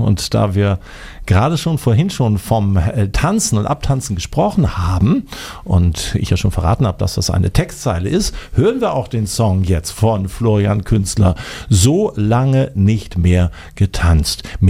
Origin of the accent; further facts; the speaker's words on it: Kiel, Schleswig-Holstein, Germany; Ich bin ja auch Nordlicht, ich komme aus Kiel.